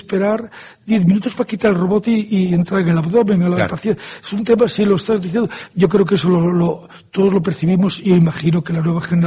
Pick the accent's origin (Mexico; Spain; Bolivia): Spain; Taboada, Galicia; Porque yo soy de Taboada, y del sur, y de Chantada, Monforte.